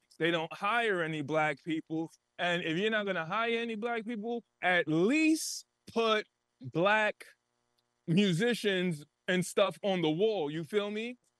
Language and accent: English; Bronx, New York, United States; because I was from the Bronx. I'm from the Bronx. And I used to go to Harlem to go to the Rucker.